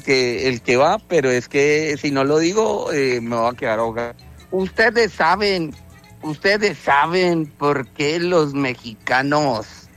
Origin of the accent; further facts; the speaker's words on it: Colombia; nosotros los colombianos, o nosotros en Colombia estamos en Sudamérica